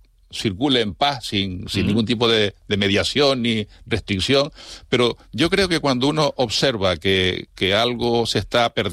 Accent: Canary Islands, Spain; also born or lived in Guía de Isora

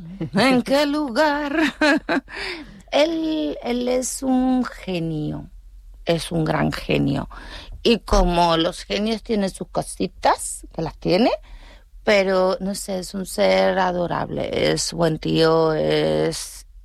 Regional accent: Canary Islands, Spain; moved away as an adult; now in Madrid, Spain; Es que soy canaria

